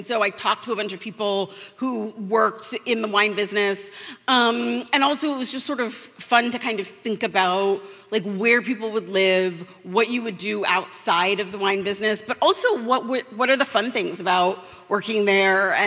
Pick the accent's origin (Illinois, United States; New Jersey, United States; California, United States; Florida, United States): California, United States; But also I grew up in California